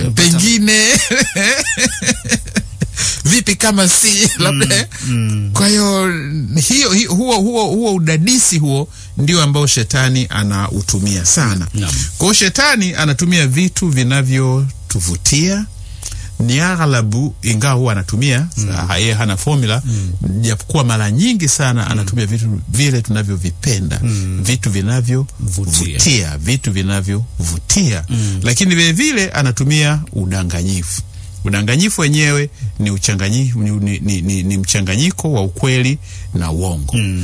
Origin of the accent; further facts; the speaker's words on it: Ukerewe, Mwanza, Tanzania; Maki sasa umetuacha sisi ambao tumetoka kule tumetoka kule Kasaramsenga, Kaparamsenga na kule Uviza na kule Ukerewe.